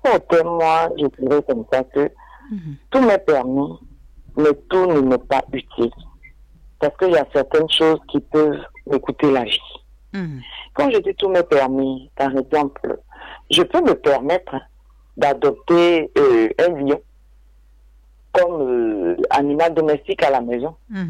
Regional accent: Côte d’Ivoire; comme on dit chez nous en Côte d'Ivoire, c'est qui va t'avaler là?

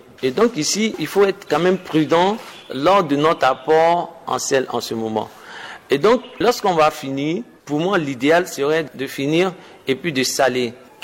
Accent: Côte d’Ivoire; Les Ivoiriens, on est beaucoup chaud.

